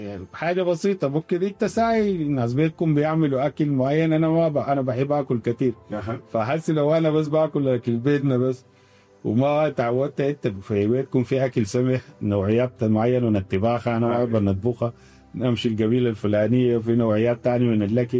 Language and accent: Arabic; Sudan; إحنا كسودانيين